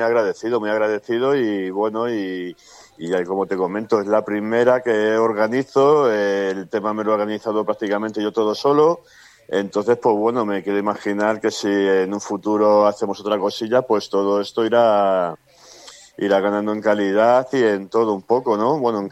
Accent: Alcorcón, Community of Madrid, Spain; nosotros somos de Alcorcón, casi todos siempre

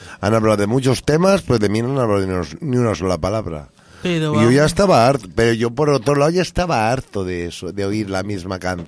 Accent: Catalonia, Spain

